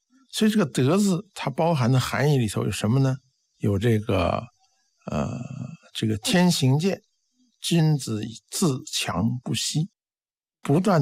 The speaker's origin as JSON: {"language": "Chinese", "country": "China", "said": "我们中国人"}